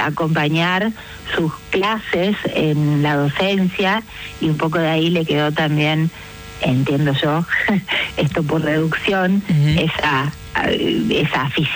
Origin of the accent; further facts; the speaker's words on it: Paso de los Libres, Corrientes, Argentina; moved away as an adult; now in Santa Fe, Argentina; No, claro, es adoptivo, ¿no? Porque me crié en Paso de los Libres